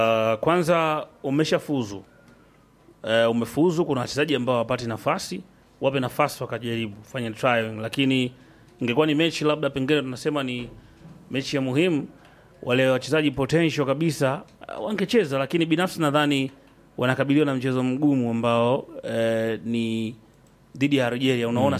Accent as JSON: {"language": "Swahili", "country": "Tanzania", "said": "Sisemi kwa sababu mimi ni Mtanzania"}